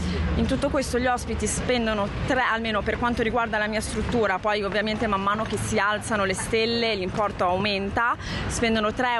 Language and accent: Italian; Genoa, Liguria, Italy; Allora, io sono nata e cresciuta a Genova, ho fatto tutta la mia gioventù nei vicoli, Piazza delle Erbe